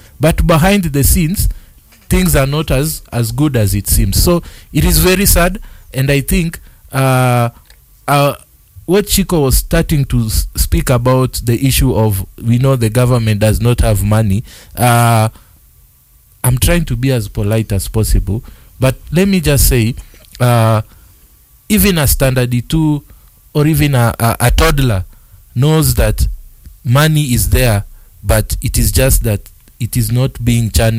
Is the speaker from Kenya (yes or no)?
yes; Kenya